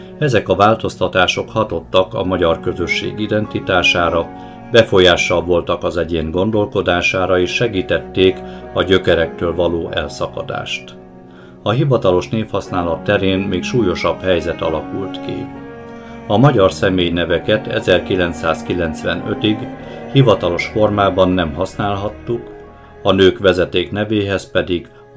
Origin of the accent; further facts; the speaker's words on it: Košice Region, Slovakia; moved away as an adult; now in Levice, Slovakia; Bodrog közben szülőföldemen, amelynek lakosságát ma is 95%-ban magyarok lakják